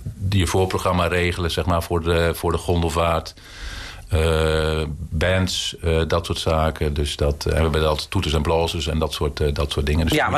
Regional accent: Zwartsluis, Overijssel, Netherlands; also born or lived in Giethoorn; Ik kom oorspronkelijk niet uit Giethoorn, maar uit Zwartsluis. En ik heb jong jochie in Giethoorn gewoond.

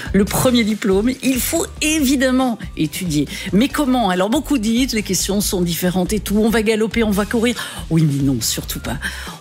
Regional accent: Belgium; chez nous, en Belgique

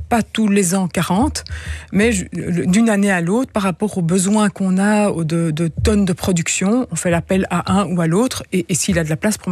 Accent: Louvain-la-Neuve, Wallonia, Belgium; also born or lived in Brussels; Alors pour la petite histoire, je suis bruxelloise à la base, mais on habitait du côté de Louvain-la-Neuve dès le début.

